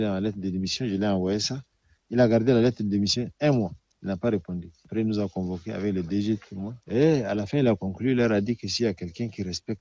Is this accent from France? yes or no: no; Chad; Je leur ai dit que moi, je suis un sudiste du Tchad, je suis le seul ici.